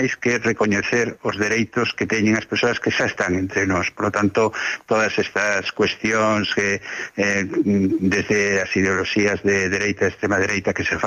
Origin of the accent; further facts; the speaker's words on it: Galicia, Spain; en el caso de Galega, que fuimos una comunidad eminentemente migrante hasta ahora